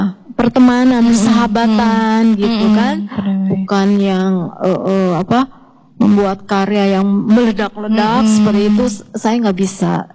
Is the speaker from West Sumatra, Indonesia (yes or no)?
no; Depok, West Java, Indonesia; Saya mewakili Jawa Barat.